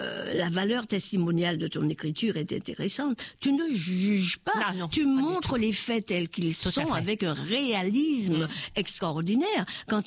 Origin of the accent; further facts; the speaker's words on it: French Antilles, France; now in Réunion, France; Et c'est une réalité qui est à la fois réunionnaise, mais chez moi aux Antilles, l'alcool se cache. On achète et on va boire chez soi.